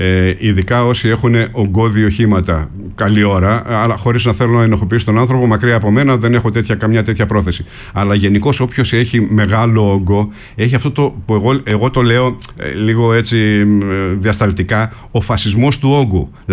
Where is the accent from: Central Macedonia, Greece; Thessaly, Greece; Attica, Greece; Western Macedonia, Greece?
Thessaly, Greece; Livadi; Στο χωριό μου τουλάχιστον, που έχουμε πανηγύρι μεγάλο στο 15 Αύγουστο, και το χωριό μου είναι ορεινό.